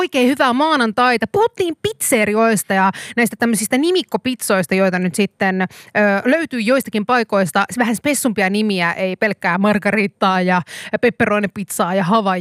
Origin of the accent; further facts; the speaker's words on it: Kuopio, North Savo, Finland; Mä oon Kuopiosta.